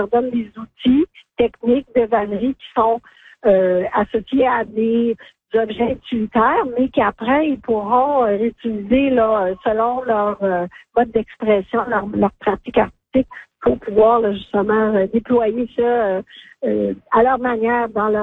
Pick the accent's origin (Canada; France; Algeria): Canada; Quebec; moi, je viens des Laurentides, j'habite à Val-David, fait que je me suis déplacée.